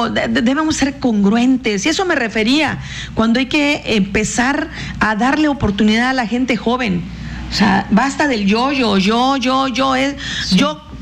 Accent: Quintana Roo, Mexico; Pero quiero aportarle a mi pueblo de Quintana Roo.

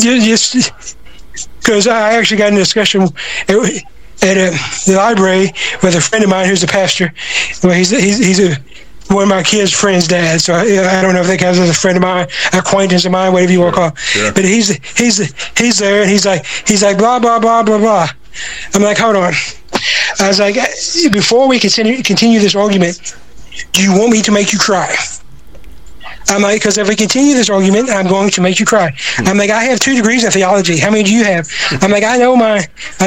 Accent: Bible Belt, United States; And growing up in the Bible Belt, I got that asked a lot in different ranges.

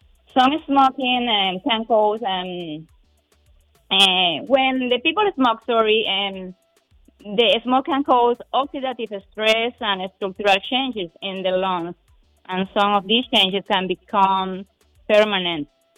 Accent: Cuba; English is a second language; moved away as an adult; now in Guyana; I am from Cuba.

